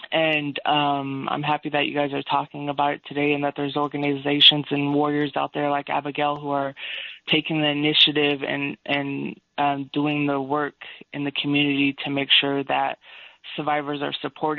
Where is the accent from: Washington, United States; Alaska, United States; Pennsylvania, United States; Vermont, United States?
Washington, United States; Seattle; I was born and raised in Seattle, so even though I wasn't sex trafficked in Seattle, anybody who's born and raised here knows about Aurora Avenue